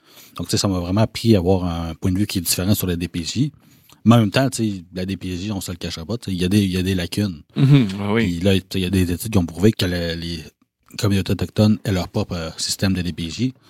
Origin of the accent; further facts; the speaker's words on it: Val-d'Or, Quebec, Canada; also born or lived in Matagami; Tu sais, moi, je viens de Val-d'Or. Fait que j'ai principalement grandi à Val-d'Or. J'ai tout le temps été en famille d'accueil dans cette ville-là ou presque.